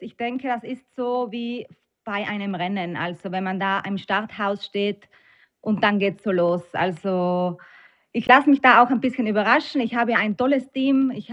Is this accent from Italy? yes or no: yes; Antholz, Trentino-Alto Adige, Italy; accent: South Tyrolean dialect; first language South Tyrolean dialect; Wir sind ja zu Hause aufgewachsen mit dem Südtiroler Dialekt. In der Schule hatten wir dann Hochdeutsch.